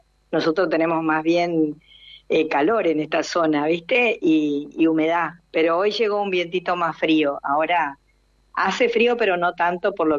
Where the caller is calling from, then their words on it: Reconquista, Santa Fe, Argentina; de Reconquista, provincia de Santa Fe.